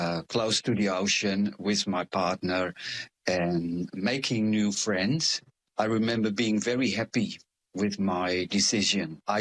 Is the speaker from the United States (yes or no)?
no; Netherlands; English is a second language; moved away as an adult; now in New Zealand; I'm from the Netherlands, where people can be quite direct.